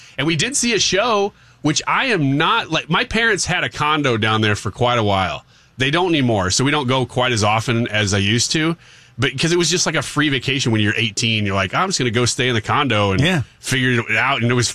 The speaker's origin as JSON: {"language": "English", "region": "Illinois", "country": "United States"}